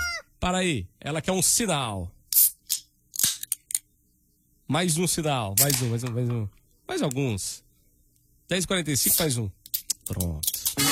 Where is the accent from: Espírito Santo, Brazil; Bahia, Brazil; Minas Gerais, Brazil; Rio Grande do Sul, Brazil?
Espírito Santo, Brazil; Cachoeiro de Itapemirim; born there; O seu filho nasceu em Cachoeira, também nasci